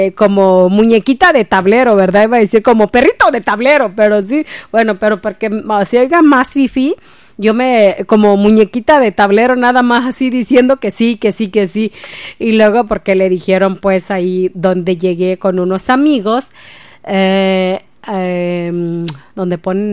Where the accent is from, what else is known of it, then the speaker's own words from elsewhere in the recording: Apatzingán, Michoacán, Mexico; yo soy muy propia de Apatzingán, Michoacán